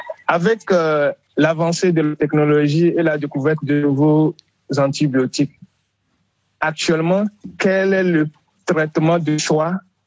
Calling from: Bassar, Kara, Togo; Je vous appelle de Batar, Togo. Mmh. C'est l'une des 7 préfectures de la région de l'Akara.

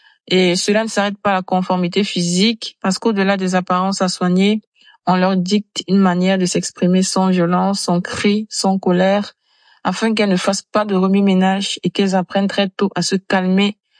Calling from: Yaoundé, Centre, Cameroon; je viens du Cameroun.

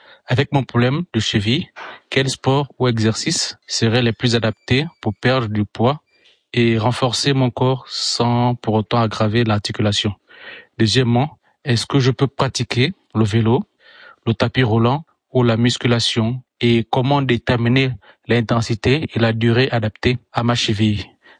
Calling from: Port-Gentil, Ogooué-Maritime, Gabon; J'ai 42 ans et je vis à Port-Gentil, au Gabon.

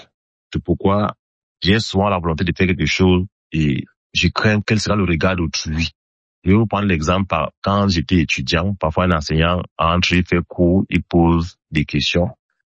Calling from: Cameroon; Je vis au Cameroun, précisément à Gao.

